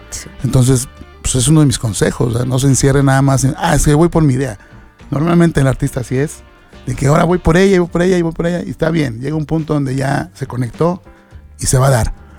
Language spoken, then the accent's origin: Spanish; Mexico; Realmente somos mexicanos y lo tenemos en el ADN, la fiesta.